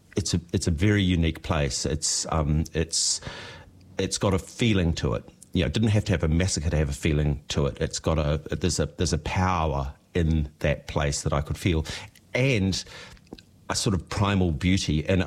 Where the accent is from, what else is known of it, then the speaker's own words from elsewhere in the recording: Dunedin, Otago, New Zealand; Yeah, well, I'm from Dunedin, so I was, you know, very aware of exactly the beauty that you're talking about, Jeff.